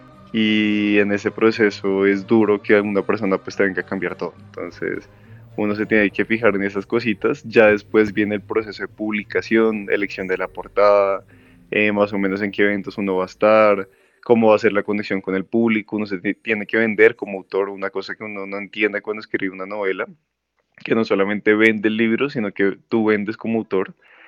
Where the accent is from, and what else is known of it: Colombia